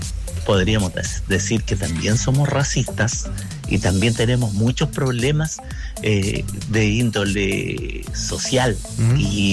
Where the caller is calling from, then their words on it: Chile; entre nosotros mismos como chilenos